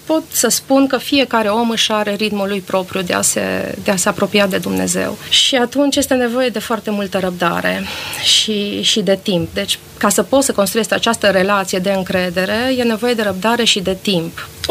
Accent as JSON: {"language": "Romanian", "town": "Târgu Mureș", "region": "Mureș County", "country": "Romania", "tie": "born there", "said": "Eu m-am născut în Târgu Mureș și o perioadă de aproximativ 6-7 ani am activat în Liga Tineretului Ortodox."}